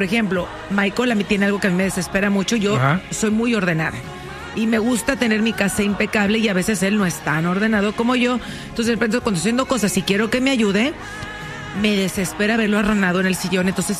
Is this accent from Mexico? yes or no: yes; northern Mexico, Mexico; somos norteñas